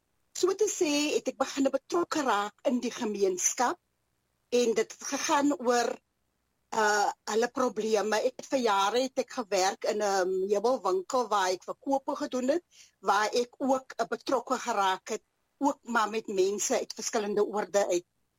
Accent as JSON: {"language": "Afrikaans", "town": "Mossel Bay", "region": "Western Cape", "country": "South Africa", "tie": "born or raised there", "said": "ek het groot geword in Apollestraat, ek is 'n gebore Mossebaaier, en dan het ek ook, my laerskool was ook net die straat bokant my gewees in hierdie selfde wijk waar ek my laerskool gedoen"}